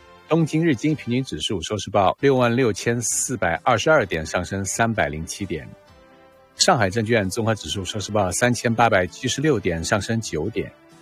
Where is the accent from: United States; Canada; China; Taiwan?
Canada; 但是起码我认为我们加拿大是没有强迫劳动的。